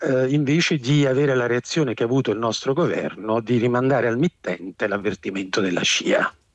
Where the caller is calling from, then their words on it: Naples, Campania, Italy; chiamo stamattina dal Gargano, sono napoletano.